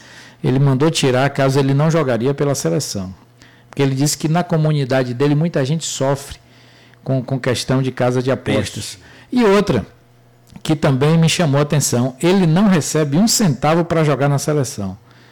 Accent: Brazil; que eu sou brasileiro.

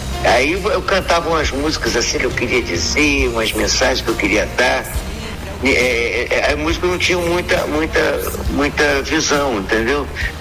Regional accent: Niterói, Rio de Janeiro, Brazil; Sou de Niterói.

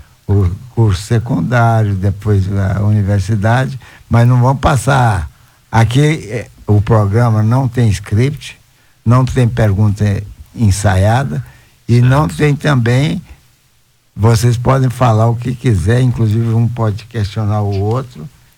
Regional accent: Luziânia, Goiás, Brazil; born there; Santa Luzia de Goiás passou a chamar Luziânia, a cidade onde eu nasci.

